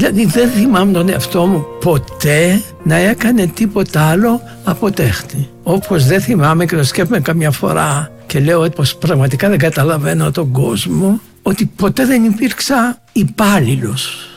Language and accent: Greek; Athens, Attica, Greece; moved away as an adult; Γεννήθηκα στην Αθήνα. Είμαι Βέρος Αθηναίος. Αλλά ουσιαστικά πήρε μορφή η ζωή μου εκτός Ελλάδας. Στα 30 χρόνια εκτός Ελλάδας